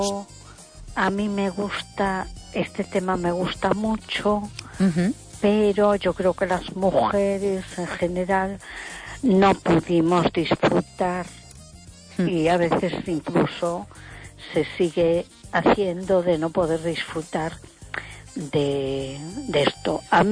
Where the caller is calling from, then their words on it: A Coruña, Galicia, Spain; de Coruña.